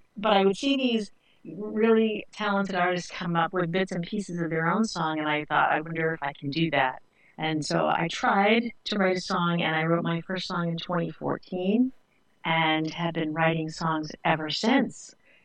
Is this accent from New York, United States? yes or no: no; Juneau, Alaska, United States; born there; now in Cape Cod, United States; I am a singer-songwriter who resides on Cape Cod, Massachusetts in the USA right now. But I was born in Juneau, Alaska, and I'm of the Tlingit tribe, as was my mother, her mother, her mother, back just to the beginning of time.